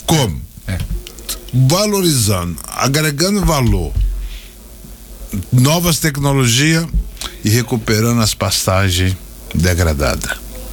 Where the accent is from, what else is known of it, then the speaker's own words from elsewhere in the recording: Buriti, Maranhão, Brazil; O Cerrado é quando eu era garoto lá em Buriti, o cerrado ali é muito pouco.